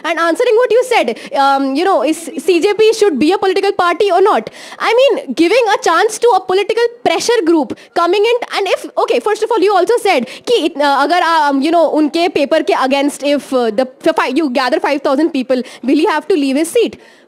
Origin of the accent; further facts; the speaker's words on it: Rudrapur, Uttarakhand, India; I am from Rudrapur in Uttarakhand. It's like the smallest city you would have never even heard of.